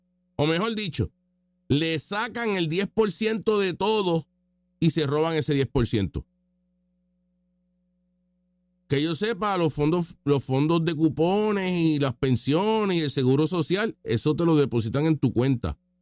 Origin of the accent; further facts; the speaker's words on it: Puerto Rico; Nosotros somos una isla caribeña americana. ¿Sabes? Somos 3 millones de ciudadanos americanos aquí.